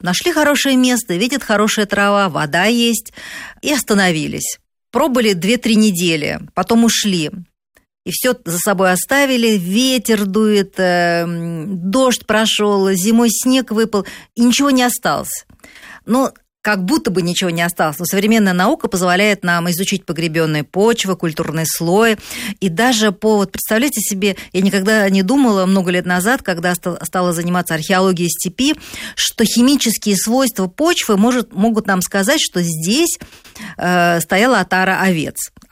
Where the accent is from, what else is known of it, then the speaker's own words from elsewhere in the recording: Moscow, Russia; я москвичка, родилась в Москве